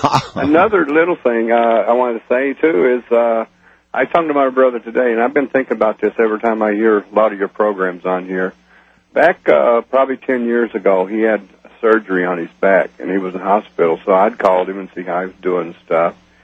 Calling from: Detroit, Michigan, United States; I'm from Detroit area.

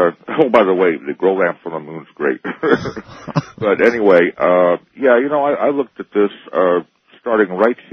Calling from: Oregon, United States; I'm calling you from the Oregon coast.

